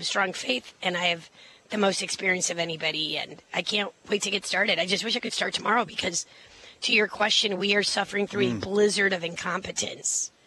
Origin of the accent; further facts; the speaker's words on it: Chicago, Illinois, United States; being a Chicagoan myself, loving the rest of the state of Illinois the way